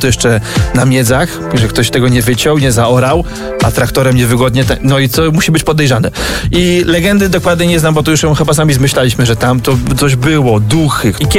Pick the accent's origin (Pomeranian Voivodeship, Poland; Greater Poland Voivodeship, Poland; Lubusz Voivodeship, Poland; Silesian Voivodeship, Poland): Silesian Voivodeship, Poland; Bojków; Ja mam taką historię u mnie w Bojkowie, zawsze była taka legenda